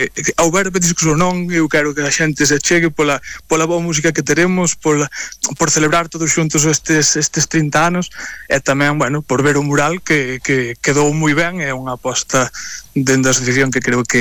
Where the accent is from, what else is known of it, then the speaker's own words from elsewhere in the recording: Palas de Rei, Galicia, Spain; eu realmente son de Pales de Rei, non son de Antas de Ulla.